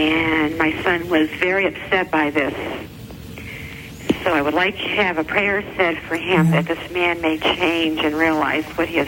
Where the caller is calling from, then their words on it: Pennsylvania, United States; Hi, I'm from Pennsylvania.